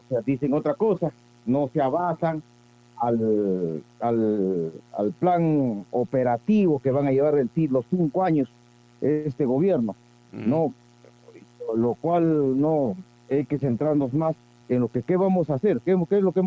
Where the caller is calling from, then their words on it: Peru; Como peruanos